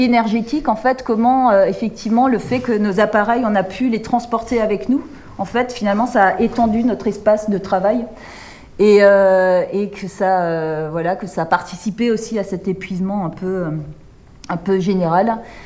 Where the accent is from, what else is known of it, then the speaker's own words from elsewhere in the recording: Serbia; Ça, c'est chez nous, en Serbie.